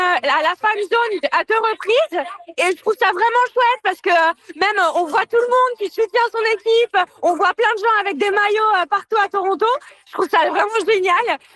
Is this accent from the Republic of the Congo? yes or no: no; France; moved away